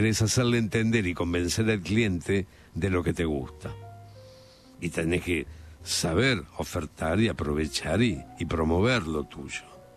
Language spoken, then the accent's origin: Spanish; Bolívar, Buenos Aires Province, Argentina; Soy pescador de laguna desde muy pequeño. Yo crecí en Bolívar.